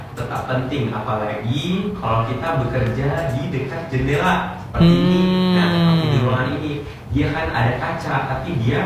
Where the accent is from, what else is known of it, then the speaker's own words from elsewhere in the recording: Indonesia; orang Asia, orang Indonesia khususnya, ataupun kita orang Asia, memang tone kulitnya agak lebih gelap secara genetik.